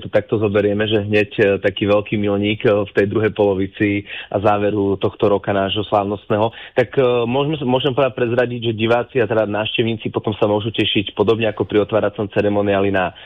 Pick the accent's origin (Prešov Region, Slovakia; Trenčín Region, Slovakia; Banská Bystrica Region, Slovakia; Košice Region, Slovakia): Trenčín Region, Slovakia; Lednické Rovne; keďže pochádzam priamo z Lednických rovní